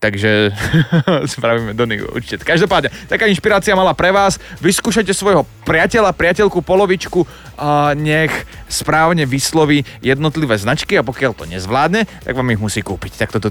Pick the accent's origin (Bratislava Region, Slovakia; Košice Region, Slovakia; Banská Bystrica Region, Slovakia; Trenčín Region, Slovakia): Trenčín Region, Slovakia; Prievidza; ja som z inej vrstvy, viete, ja som z Prievidze.